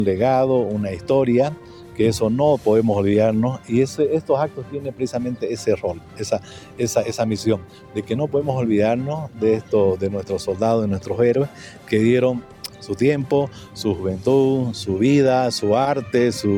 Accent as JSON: {"language": "Spanish", "country": "Bolivia"}